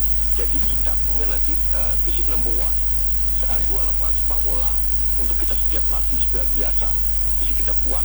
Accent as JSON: {"language": "Indonesian", "town": "Samarinda", "region": "East Kalimantan", "country": "Indonesia", "said": "saya orang Samarinda ini, yeah. Orang Kalimantan Timur, dengan adanya nanti ibu kota, tinggal sini, daerah kami terbuka"}